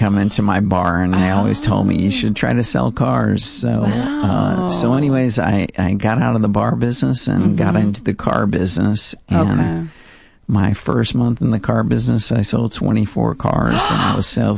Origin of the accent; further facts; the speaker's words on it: Tampa, Florida, United States; That's where I was born, and I grew up in Tampa.